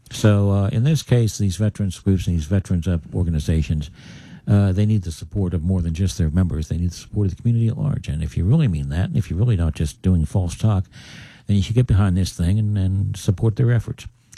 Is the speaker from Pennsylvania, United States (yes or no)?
yes; Uniontown, Pennsylvania, United States; I grew up in Uniontown.